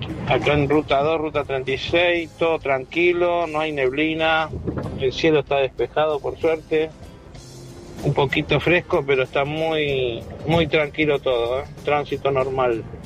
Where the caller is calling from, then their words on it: Lanús, Buenos Aires Province, Argentina; de Lanús los saluda